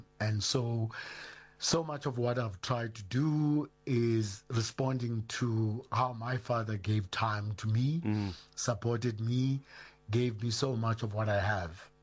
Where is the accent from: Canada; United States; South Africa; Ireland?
South Africa; Gqeberha, Eastern Cape; in a town called Gqeberha, formerly known as Port Elizabeth. I was born in Kwazakhele Township, 1968 … And I grew up in that township